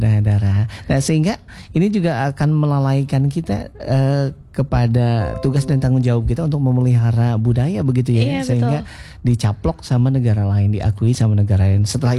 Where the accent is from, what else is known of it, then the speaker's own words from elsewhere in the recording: West Java, Indonesia; ini energik banget orang Sunda. Nah, itu juga menggambarkan kalau kita memang karakteristiknya gembira, riang